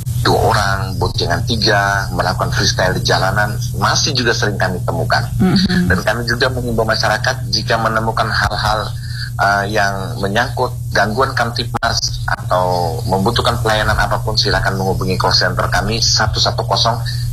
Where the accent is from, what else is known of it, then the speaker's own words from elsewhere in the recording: East Nusa Tenggara, Indonesia; sebuah kebanggaan bagi kita orang ND, orang Flores, orang NTT, dan orang Indonesia.